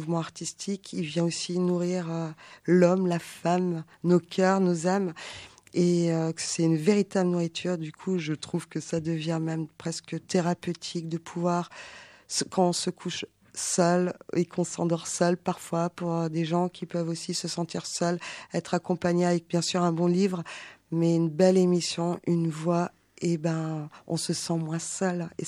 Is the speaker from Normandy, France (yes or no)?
no; Colmar, Grand Est, France; Quand j'étais, enfant, à la maison, chez mes parents. Je viens de Colmar.